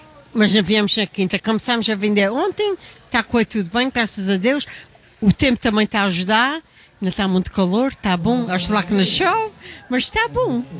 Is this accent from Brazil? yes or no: no; United States; born there; Portuguese is a second language; E nasci aqui na América, mas os meus pais são do Faial e do Pinto.